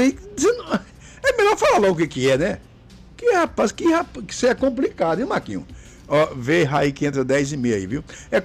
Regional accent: Brazil; eu como brasileiro

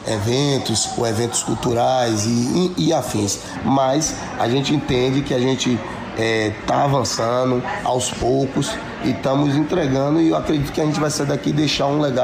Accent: Terra Nova, Bahia, Brazil; also born or lived in Salvador, Brazil; a minha cidade, Terra Nova, que eu tenho 39 anos, né? Que moro aqui em Terra Nova, sou filho daqui. Sou filho de Salvador, mas me criei a vida toda aqui em Terra Nova.

